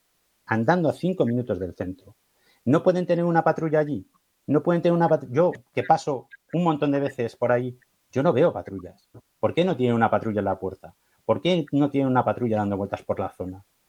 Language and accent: Spanish; Spain